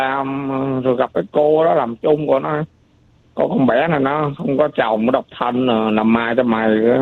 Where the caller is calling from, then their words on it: Ho Chi Minh City, Vietnam; mình cũng người Sài Gòn rồi.